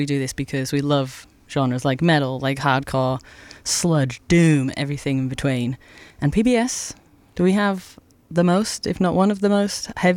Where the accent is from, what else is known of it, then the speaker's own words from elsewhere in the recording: United Kingdom; out of the UK, my home country